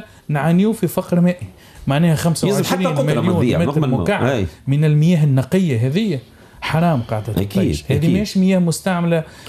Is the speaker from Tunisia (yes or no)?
yes; Tunisia; احنا عندنا في تونس